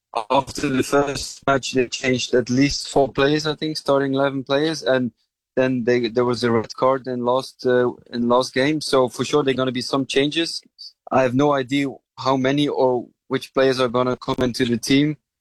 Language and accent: English; Belgium; But still, the love for my home country is also there. So I always say I would love if Belgium won